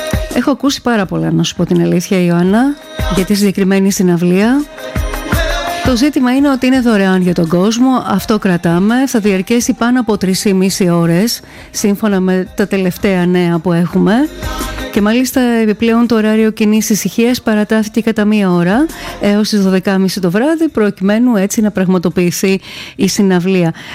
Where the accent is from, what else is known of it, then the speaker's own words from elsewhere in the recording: Thessaloniki, Central Macedonia, Greece; Γιατί είμαι από τη Θεσσαλονίκη, γιατί είμαι Μακεδόνας και είναι μεγάλη μου τιμή